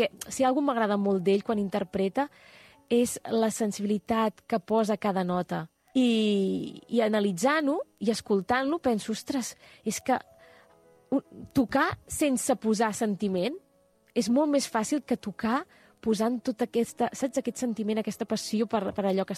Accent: Terrassa, Catalonia, Spain; però jo sóc terrassenca i estic a Terrassa tot el... Bueno, m'encanta Terrassa.

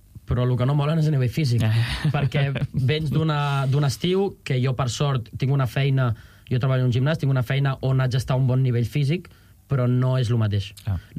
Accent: Arenys, Catalonia, Spain; el meu poble era Arenys, el meu club era Arenys

